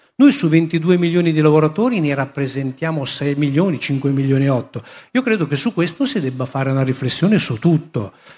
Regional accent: Maranello, Emilia-Romagna, Italy; Io sono di Modena, Maranello

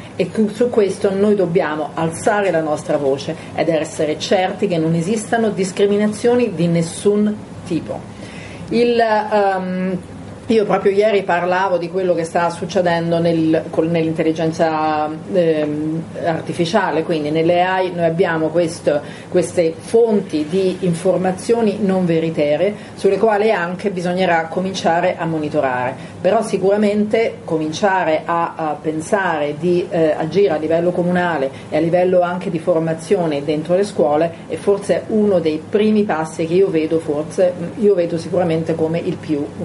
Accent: Rome, Lazio, Italy; born there; proprio qui, nella mia città natale.

